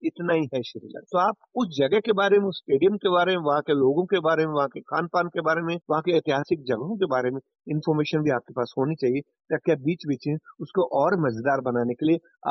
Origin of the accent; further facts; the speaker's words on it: Sri Ganganagar, Rajasthan, India; moved away; मैं श्री गंगानगर राजस्थान का रहने वाला हूँ, मैं हिंदी मीडियम में पढ़ा हूँ